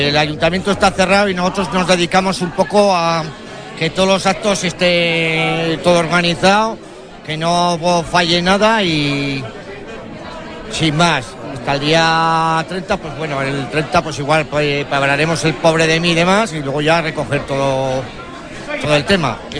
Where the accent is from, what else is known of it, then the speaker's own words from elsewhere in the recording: Tudela, Navarre, Spain; Sí, yo soy de Tudela y Pascual.